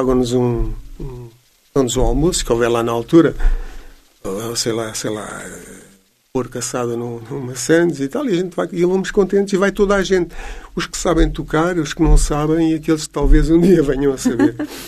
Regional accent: Huambo, Angola; moved away as an adult; also born or lived in Coimbra, Portugal; now in Portugal; Em África, eu nasci em Angola. E estive em Nova Lisboa

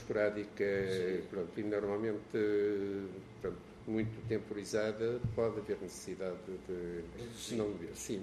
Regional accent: Covilhã, Centro, Portugal; Sou do Colhã.

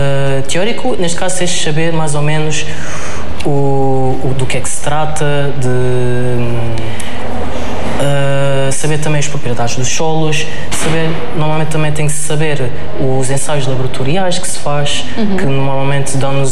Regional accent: Lisbon, Portugal; sou de Lisboa e estudo no segundo ano da licenciatura de Engenharia Civil.

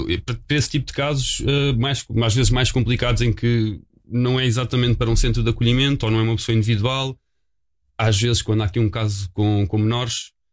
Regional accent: Sintra, Lisbon, Portugal; Eu sou cá de Sintra, desde sempre nasci aqui, cresci aqui, andei na escola aqui também.

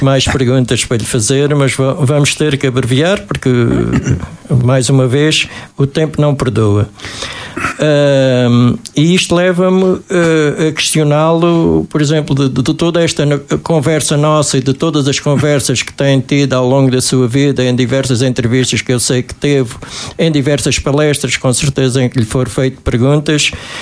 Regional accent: Marvão, Alentejo, Portugal; eu por acaso sou de Marvão

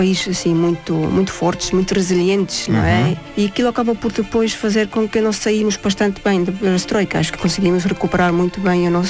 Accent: Estonia; Portuguese is a second language; moved away as an adult; now in Portugal; eu também era muito jovem quando saí da Estónia, não é? Eu tinha 19 anos

